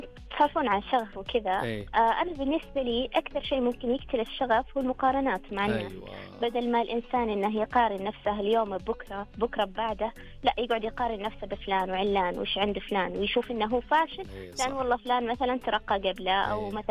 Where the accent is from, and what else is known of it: Riyadh, Riyadh Province, Saudi Arabia